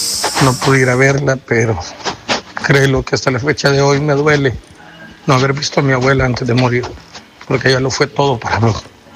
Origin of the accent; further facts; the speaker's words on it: El Salvador; now in United States; yo me vine de El Salvador para Estados Unidos y la última vez que vi a mi abuela con vida